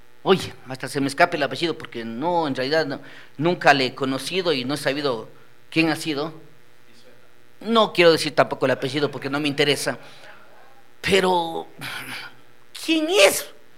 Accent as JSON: {"language": "Spanish", "town": "Quito", "region": "Pichincha", "country": "Ecuador", "tie": "born or raised there", "said": "Yo soy de barrio. Yo me crié en Santa Faz, en la Tarqui y 12 de Octubre. A ver, Tarqui y la otra es la Juan de Velasco. Tarqui, entre Juan de Velázquez y Octubre."}